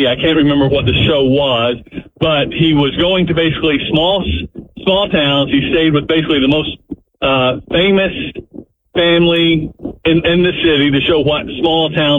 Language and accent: English; Paris, Texas, United States; I grew up in Paris, Texas, which is known for paste picante sauce. … went to my high school.